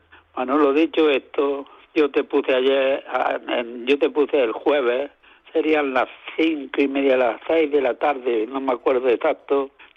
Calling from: Almuñécar, Andalusia, Spain; de Almuñécar.

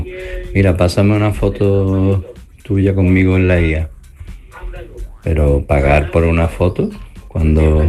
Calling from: Jerez de la Frontera, Andalusia, Spain; de Jerez.

